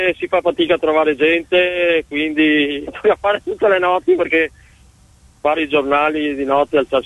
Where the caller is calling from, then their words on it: Padua, Veneto, Italy; Da Padova.